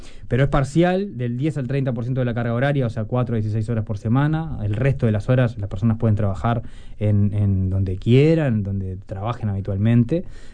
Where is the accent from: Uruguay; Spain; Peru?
Uruguay; Salto; now in Costa Canaria, Uruguay; Yo soy de Salto y ahora vivo en la Costa Canaria, por lo tanto considero que vivo afuera de Montevideo.